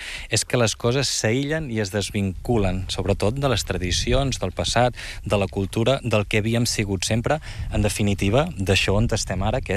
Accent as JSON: {"language": "Catalan", "town": "Girona", "region": "Catalonia", "country": "Spain", "lives_now": "l'Albera, Spain"}